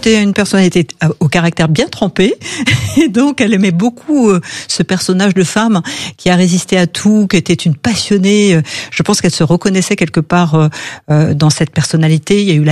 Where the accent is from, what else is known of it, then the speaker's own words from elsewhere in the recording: Saint-Laurent-de-Mure, Auvergne-Rhône-Alpes, France; also born or lived in Lyon; Alors, j'ai eu mes très belles années d'enfance à Saint-Laurent-de-Mur, mais je suis née à Lyon. Hein. Je suis une vraie Lyonnaise du 6e arrondissement.